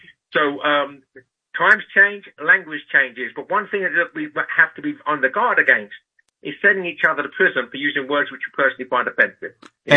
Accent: England, United Kingdom; I was sentenced to prison for editing a magazine in England, my native land, if you can tell from my accent.

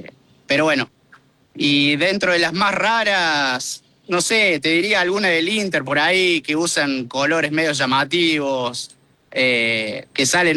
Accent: Arroyito, Córdoba, Argentina; accent: cordobés; now in Miami, United States; De Arroyito, Córdoba, a 120 kilómetros de la capital.

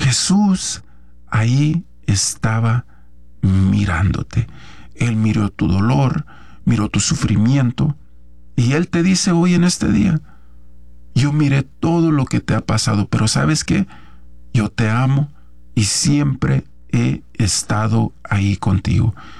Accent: San Francisco del Rincón, Guanajuato, Mexico; yo soy de Guanajuato, de un pueblo que se llama San Francisco del Rincón, Guanajuato, un ladito como a 20 minutos de León, Guanajuato.

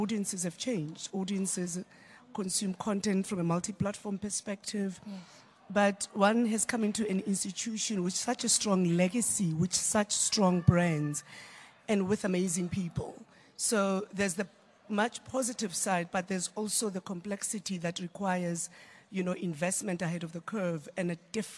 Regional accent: Soweto, Gauteng, South Africa; So the reality is that I grew up in Rockville in Soweto

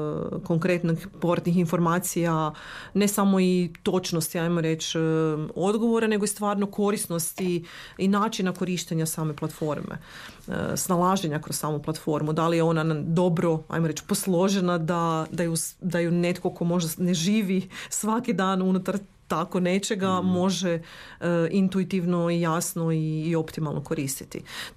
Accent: Croatia

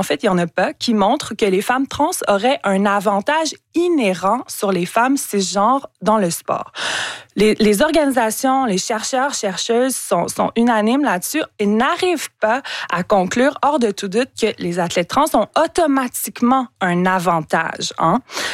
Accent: Canada; entre trois pays cette année, dont chez nous, au Canada.

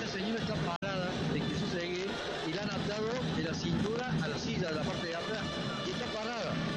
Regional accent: Córdoba, Argentina; now in Santiago del Estero, Argentina; Hace 40 años que vivo en la provincia de Santiago, pero soy cordobés.

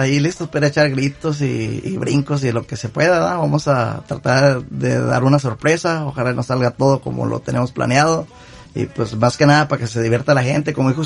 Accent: Ixtlán del Río, Nayarit, Mexico; Yo soy originario de Nayarit.

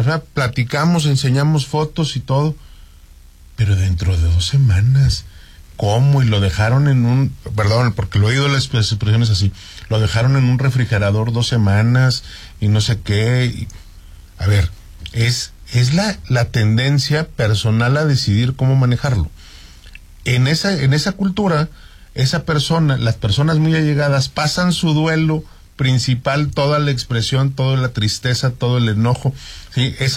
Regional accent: Mexico; me refiero a nosotros como mexicanos

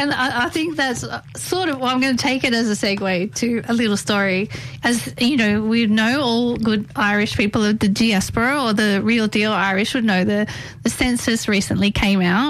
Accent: Sydney, New South Wales, Australia; someone like myself from Western Sydney

